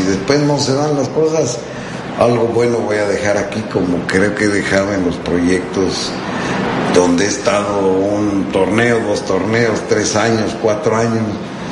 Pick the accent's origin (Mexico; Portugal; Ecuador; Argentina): Mexico; yo soy técnico mexicano